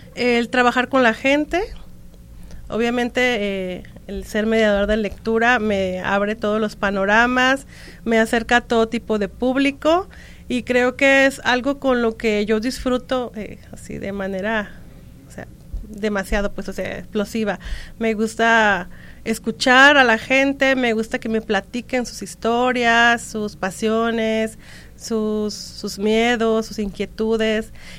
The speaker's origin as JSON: {"language": "Spanish", "town": "Tepic", "region": "Nayarit", "country": "Mexico", "tie": "born or raised there", "also_born_or_lived": "Guadalajara, Jalisco", "said": "Tepic, donde soy muy, muy feliz. Entonces, tengo pues prácticamente el 95% de mi vida aquí en Tepic."}